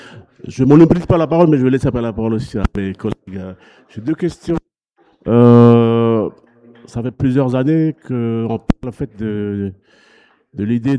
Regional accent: Ouvéa, Loyalty Islands Province, New Caledonia; Là, je parle du Sud, parce que je suis du Sud d'Auvergne, mais il y a mon collègue qui est du Nord d'Auvergne

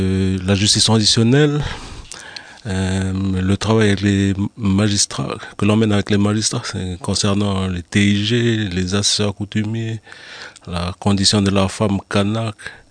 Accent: Hienghène, North Province, New Caledonia; je suis originaire de Waré, à Yengen.

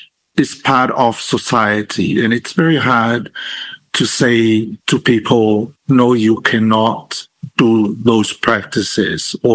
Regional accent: Utuali'i, American Samoa; I grew up in Utuali'i, right along the coast.

